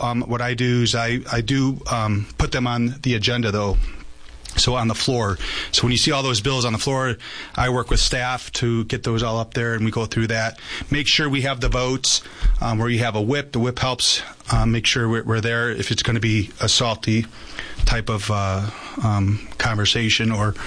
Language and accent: English; Chicago, Illinois, United States; Well, I was born in Chicago, Park Ridge, to be the, at least the hospital. Anyways, but I lived most of my life in Chicago.